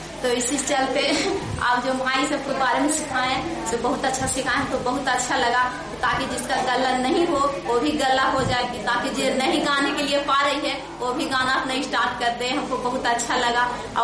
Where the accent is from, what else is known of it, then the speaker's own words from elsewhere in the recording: Dev, Bihar, India; मैं देव की रहने वाली हूँ